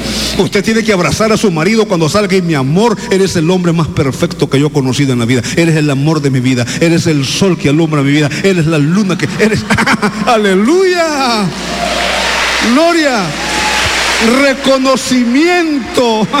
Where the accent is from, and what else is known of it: Nicaragua